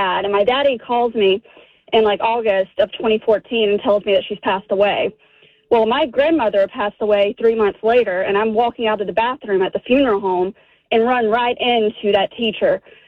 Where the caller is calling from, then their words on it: Bowdon, Georgia, United States; I'm from a small town. I'm from Bowdoin, Georgia